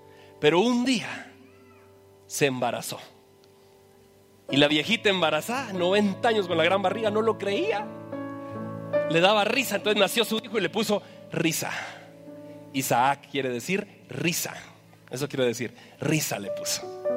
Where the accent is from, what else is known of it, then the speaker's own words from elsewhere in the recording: Jalapa, Guatemala; now in Guatemala City, Guatemala; Me vine de Jalapa para acá en el 95, pero en el 2000 llegué a la Frater.